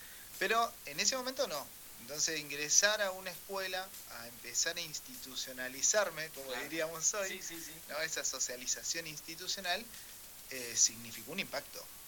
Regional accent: Luis Beltrán, Río Negro, Argentina; Sí, pero real, de los nacidos de verdad en el hospital de Luis Beltrán y criado en este pueblo.

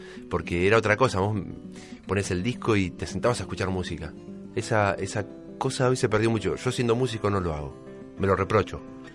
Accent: Berazategui, Buenos Aires Province, Argentina; also born or lived in Quilmes; Pero en realidad creo que el barrio estrictamente es Berazategui. Porque Berazategui es un barrio también, además de la localidad toda, es un barrio. Y ahí me crié, frente a dos canchas de fútbol, dos potreros.

